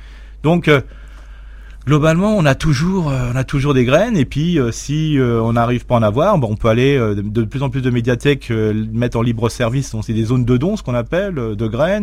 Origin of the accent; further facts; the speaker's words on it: Grand Est, France; on est généreux, on est alsacien, comme je dis toujours.